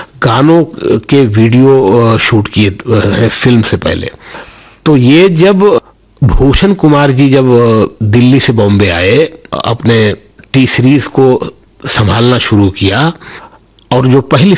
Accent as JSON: {"language": "Hindi", "town": "Azamgarh", "region": "Uttar Pradesh", "country": "India", "tie": "born or raised there", "moved": "yes", "said": "मैं आज भी आजमगढ़ जब जाता हूँ तो जिन गलियों में खेलता था उनकी शक्लें बदल गई हैं, और कुछ गलियां खत्म हो गई हैं, कुछ जगहें बदल गई हैं सब, फिर भी वहां जाता हूं मैं।"}